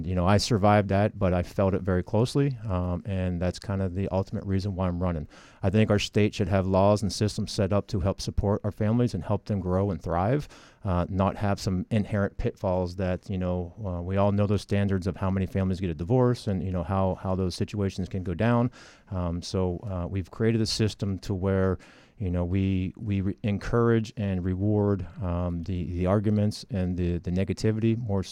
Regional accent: West Liberty, West Virginia, United States; Born and raised in West Liberty. I bought the house that my parents grew up in, my parents built that I grew up in.

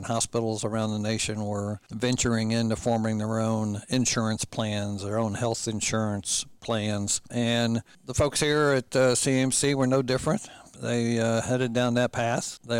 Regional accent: St. Louis, Missouri, United States; moved away; also born or lived in Middletown, Ohio / Houston / Baton Rouge / Memphis; grew up in St. Louis, Missouri, and although I was born in Middletown, Ohio, not too far from Dayton, but my dad had to move to St. Louis for a job and ended up growing up there

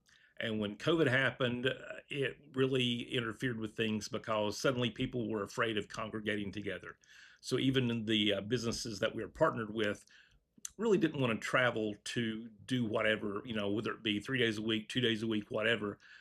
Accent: Kentucky, United States; I was born and raised in Kentucky. So I grew up in Carter County. I currently live in Boyd County.

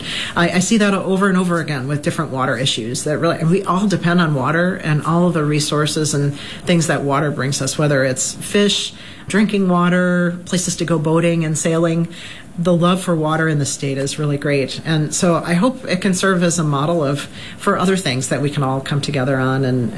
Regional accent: Illinois, United States; One of the things that first struck me when I came to Wisconsin, now I know I'm from Illinois, I hope people don't hold that against me

